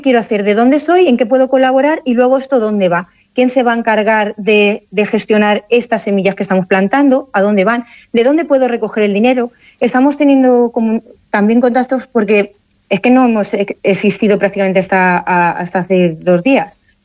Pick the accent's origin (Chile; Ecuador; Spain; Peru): Spain; Castile and León; Yo soy de Castilla-La León y tú eres de Castilla-La Mancha.